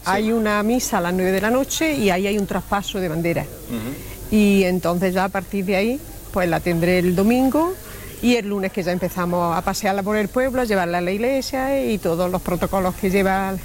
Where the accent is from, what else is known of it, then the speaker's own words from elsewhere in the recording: La Guardia, Spain; representar a mi pueblo